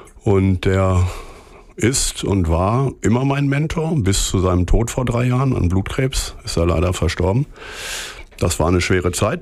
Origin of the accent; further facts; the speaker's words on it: Hameln, Lower Saxony, Germany; moved away as an adult; also born or lived in Los Angeles; Und ich bin hier geboren in dieser Stadt, der kleinen Märchenstadt Hameln, Rattenfängerstadt. Und ganz normal zur Schule gegangen